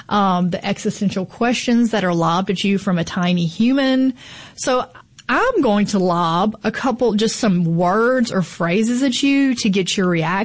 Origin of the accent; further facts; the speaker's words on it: the Delta, United States; I'm from the Delta, and tornadoes were just kind of a pretty common thing.